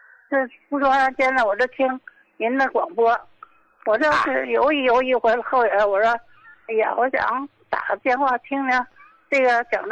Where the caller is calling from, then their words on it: Qinhuangdao, Hebei, China; 我是秦皇岛的，我今年68了。